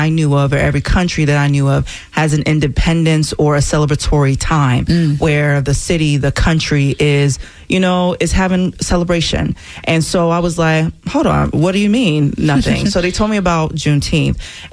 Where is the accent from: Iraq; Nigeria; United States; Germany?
Nigeria; I'm Nigerian. I travel. I've been to the Caribbean festivals, Nigerian reunion, Nigerian independence.